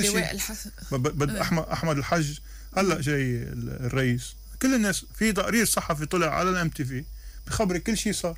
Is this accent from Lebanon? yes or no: yes; Lebanon; أنا كمواطن لبناني